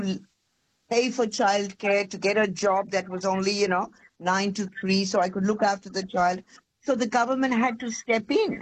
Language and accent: English; India; also born or lived in Sydney, Australia; now in Wollongong, Australia; I'm a permanent resident. I do work casually when I can. And I am from India